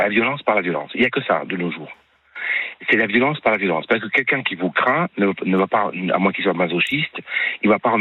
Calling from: Corsica, France; comme on dit chez moi en Corse

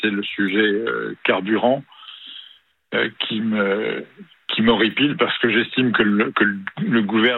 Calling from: Beaune, Bourgogne-Franche-Comté, France; J'ai 69 ans et je vous appelle de Beaune

